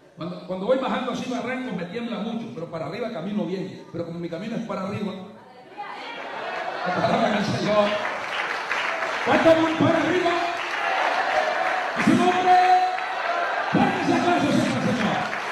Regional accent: El Salvador; Yo no sé si ustedes como salvadoreños o yo hablar de un centro de entrenamiento para la Fuerza Armada que había en El Salvador

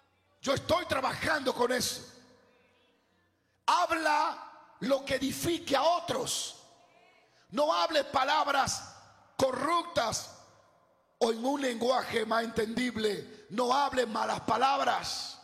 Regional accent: Dominican Republic; porque como los dominicanos gritamos tan fuerte, yo dije, yo creo que todo este es la parte mía.

